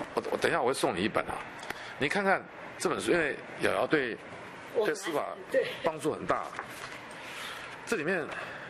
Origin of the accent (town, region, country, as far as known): Taiwan